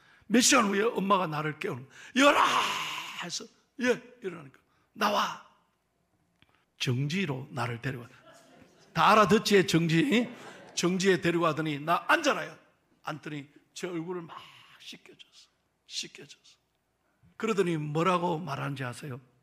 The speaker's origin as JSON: {"language": "Korean", "region": "Busan", "country": "South Korea", "tie": "born or raised there", "said": "제 고향이 부산 영아일랜드인 거 아시죠?"}